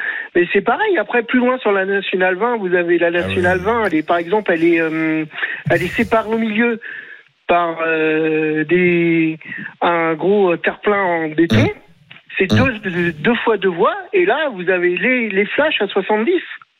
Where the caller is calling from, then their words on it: Marcoussis, Île-de-France, France; Oui, moi je suis à Marcoussis.